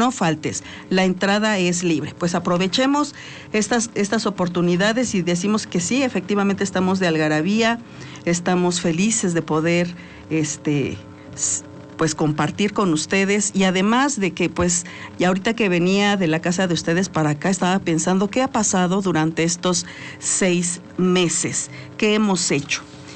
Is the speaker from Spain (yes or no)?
no; Mexico